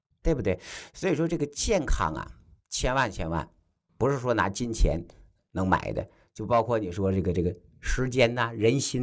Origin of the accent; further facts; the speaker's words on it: China; 我们中国人有没有自己的医生啊？